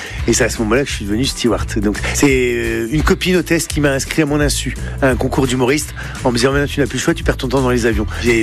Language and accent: French; Maubeuge, Hauts-de-France, France; accent: northern French; partout où je vais, avec cet accent, on sait que je viens pas de là où je suis, on sait que je viens du Nord.